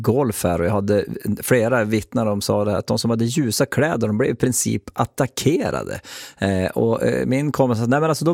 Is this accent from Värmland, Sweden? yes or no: no; Norrbotten County, Sweden; jag är också från Norrbotten